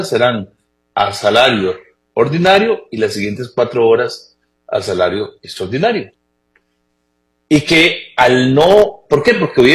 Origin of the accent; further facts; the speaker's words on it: Costa Rica; como costarricenses que somos